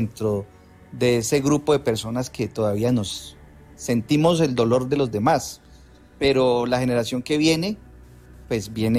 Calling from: Cali, Valle del Cauca, Colombia; Yo soy de Cali, uh-huh. Te hablo desde Cali.

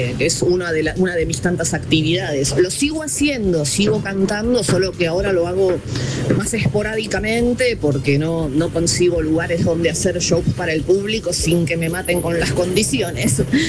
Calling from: Buenos Aires, Argentina; de Buenos Aires … Argentina.

